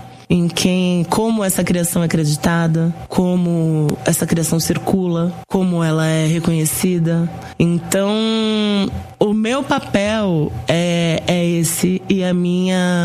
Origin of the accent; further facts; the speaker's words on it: São Lourenço, Minas Gerais, Brazil; como eu cresci em São Lourenço, eu cresci em Minas.